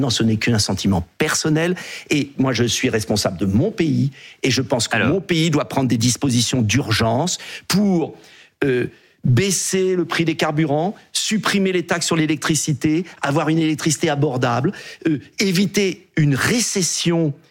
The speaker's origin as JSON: {"language": "French", "country": "France", "said": "Je suis français, donc je ne me permettrai pas d'intervenir dans la vie des pays."}